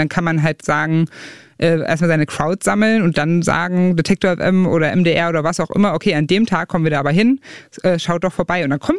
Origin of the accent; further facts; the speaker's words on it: Saxony-Anhalt, Germany; Also die Lokalzeitung vor Ort ist halt die Volksstimme, da wo ich herkomme.